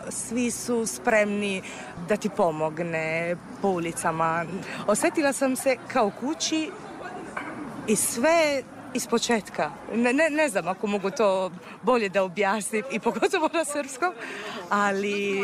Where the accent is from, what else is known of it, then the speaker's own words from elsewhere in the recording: Bari, Apulia, Italy; Serbian is a second language; now in Serbia; dolazim iz Barija, i to je to.